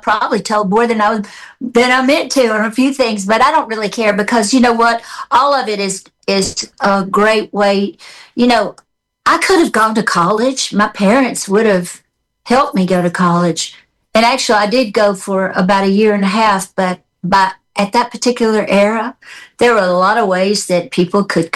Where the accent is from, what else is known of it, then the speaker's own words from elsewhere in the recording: Memphis, Tennessee, United States; Teenie, you're from Memphis, I'm from Memphis, we should know each other.